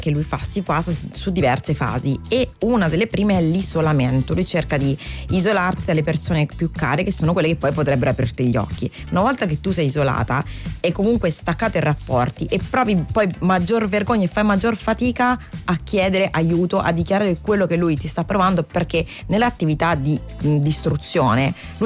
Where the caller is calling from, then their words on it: Tuscany, Italy; io sono toscana.